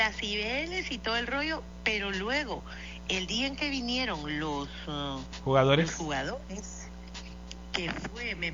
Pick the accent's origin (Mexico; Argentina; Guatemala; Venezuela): Guatemala; moved away as an adult; Eso quiere decir que yo salí de Guatemala hasta ser grande.